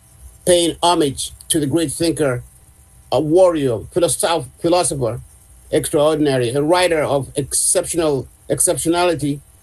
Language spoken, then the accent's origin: English; Nigeria; now in United States; People are listening to me in my home country of Nigeria right now as I speak.